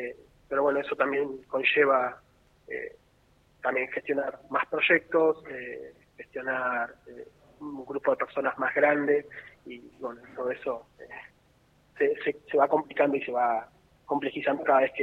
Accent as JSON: {"language": "Spanish", "region": "Buenos Aires", "country": "Argentina", "said": "Sí, somos de acá de Buenos Aires, de la región, pero sí somos desparramaditos acá cerquita, por lo menos."}